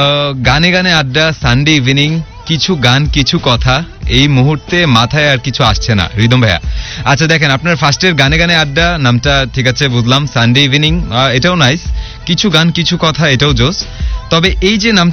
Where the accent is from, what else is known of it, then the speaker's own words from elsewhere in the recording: Dhaka, Dhaka Division, Bangladesh; আমার বাড়ি বগুড়া না, আমি তো ঢাকাতেই থাকি, বা আমার ঢাকাতেই হচ্ছে আমার বাড়ি।